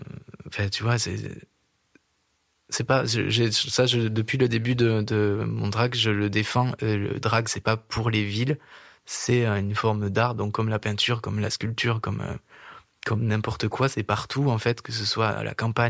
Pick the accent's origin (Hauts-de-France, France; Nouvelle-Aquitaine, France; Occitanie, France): Occitanie, France; Saint-Santin; J'ai grandi à Saint-Santin, enfin, même le hameau Maspourquet, en fait, tu vois, il y a un truc où une personne queer là-bas n'existait pas